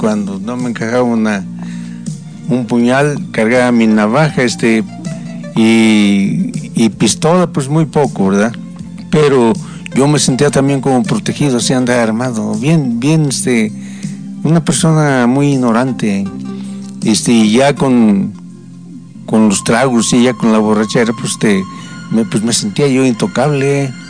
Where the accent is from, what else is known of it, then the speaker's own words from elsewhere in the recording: Zacualpan, State of Mexico, Mexico; moved away; Yo soy del municipio de Zacualpa, Estado de México, de un pueblo que se llama Bergama de la Paz, ¿verdad? Y pues ahí a mi pueblo le dicen el pueblo de los profesores, porque hay mucho profesor. Bueno, había, ¿verdad? En ese entonces, sí, porque es un pueblo minero